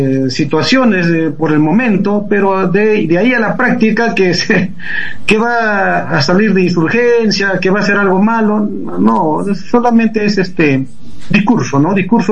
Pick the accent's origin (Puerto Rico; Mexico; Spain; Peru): Peru; nosotros como peruanos